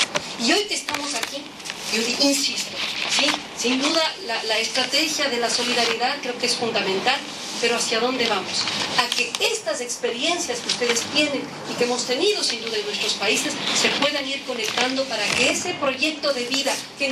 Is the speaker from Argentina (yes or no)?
no; Ecuador; mi país, el Ecuador